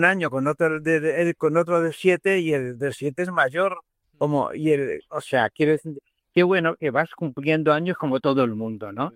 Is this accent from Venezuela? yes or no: no; Valdepeñas, Castilla-La Mancha, Spain; moved away as an adult; also born or lived in Iznatoraf / Ciudad Real / London; now in Madrid, Spain; Yo me he criado en Valdepeñas, luego estuve estudiando en Ciudad Real y estuve trabajando también en Valdepeñas de mecanógrafo, taquígrafo